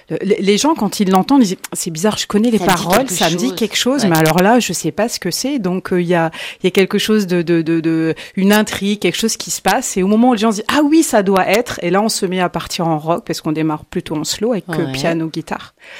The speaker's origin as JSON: {"language": "French", "country": "France", "said": "Nous sommes français"}